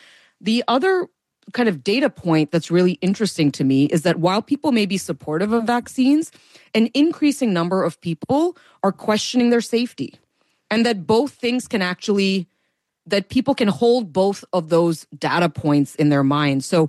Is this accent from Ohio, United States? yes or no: yes; Ohio, United States; I grew up in Ohio in a particular town that was the epicenter of the opioid outbreak in Ohio.